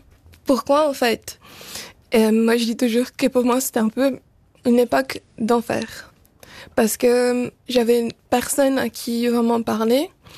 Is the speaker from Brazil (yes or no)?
yes; Brazil; now in Switzerland; je suis brésilienne, en fait. Et je suis suisse.